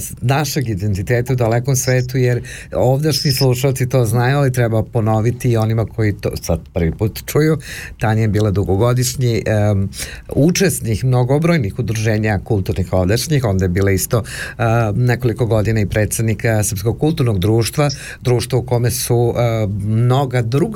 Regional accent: Prevešt, Šumadija and Western Serbia, Serbia; nisam ja iz daleka, ja sam iz Prevešta, po Bogu.

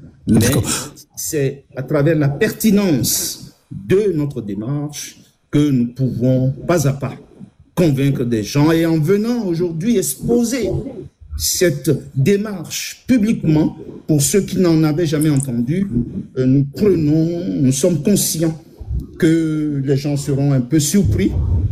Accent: Togo; en tant que Togolais

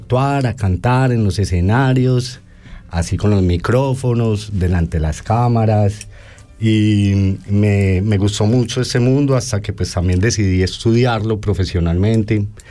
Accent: Colombia; now in Switzerland; Colombia, somos colombianos.

